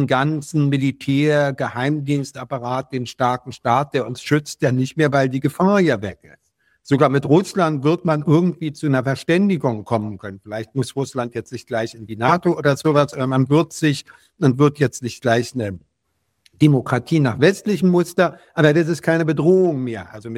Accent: Berlin, Germany; born there

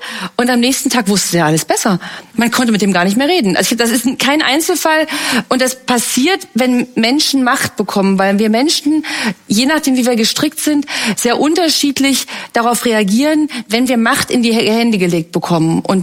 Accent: East Germany, Germany; Und nun komme ich zufälligerweise aus dem Land, wo die Partei die Macht hatte

